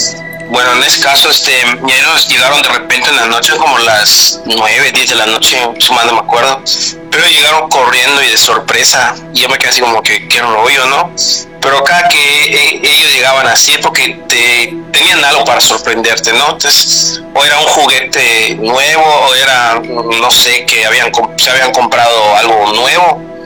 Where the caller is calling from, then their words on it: Mérida, Yucatán, Mexico; de Mérida, Yucatán.